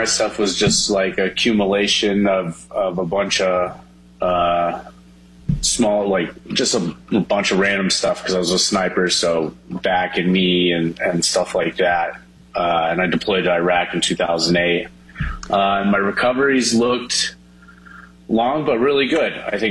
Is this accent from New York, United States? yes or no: no; Oklahoma, United States; But, I grew up in Oklahoma.